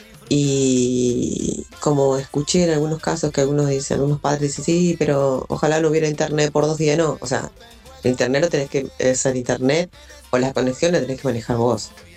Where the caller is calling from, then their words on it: San Jorge, Santa Fe, Argentina; Te hablo de San Jorge, Santa Fe.